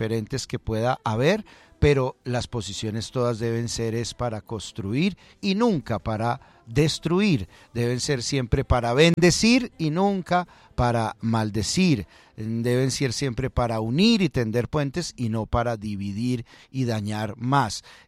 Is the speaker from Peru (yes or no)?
no; Colombia; nosotros mismos, que somos todos es colombianos